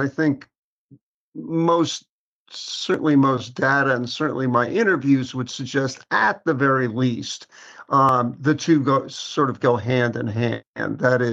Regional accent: New York City, New York, United States; And I should say, I grew up in New York City.

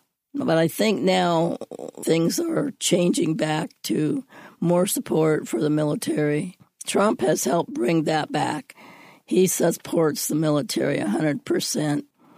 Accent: Urbana, Illinois, United States; I grew up in Urbana, went to Urbana High School, was in Girl Scouts, track, in the band.

